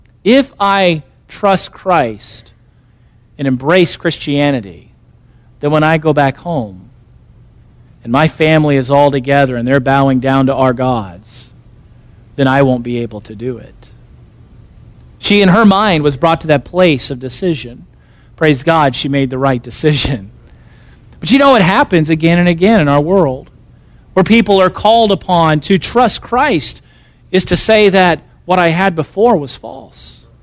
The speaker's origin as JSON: {"language": "English", "region": "Illinois", "country": "United States", "moved": "as an adult", "lives_now": "Florida, United States", "said": "I'm from Illinois. I got to serve as my dad's assistant pastor for 8 years. And then when I felt like the Lord was telling me to move to Florida, 1,200 miles away."}